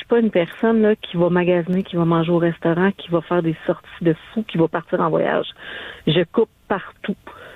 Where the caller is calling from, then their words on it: Lévis, Quebec, Canada; Là, moi, je suis à Lévis